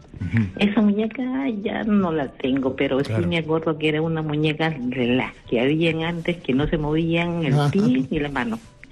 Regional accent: Chincha, Ica, Peru; Aló, buenas noches. … de Chincha.

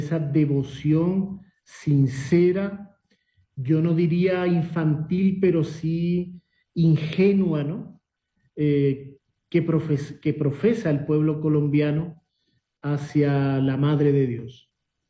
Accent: Cádiz, Andalusia, Spain; born there; yo nací en Costa, nací en Costa, en Cádiz, es Costa, da la costa atlántica, mar abierto

